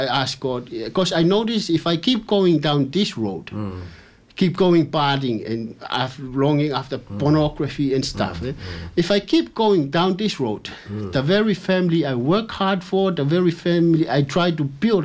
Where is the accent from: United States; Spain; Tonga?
Tonga; moved away; I come from Tonga